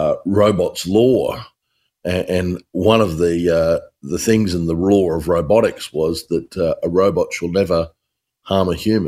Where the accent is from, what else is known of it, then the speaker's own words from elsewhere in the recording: Australia; as an Australian